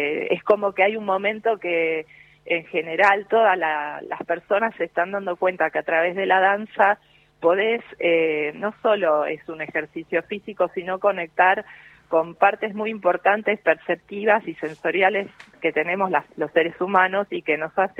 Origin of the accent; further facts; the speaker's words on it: Villa Ballester, Buenos Aires Province, Argentina; yo soy de Villa Ballester, provincia de Buenos Aires, y empecé a los 4 años a estudiar con una maestra rusa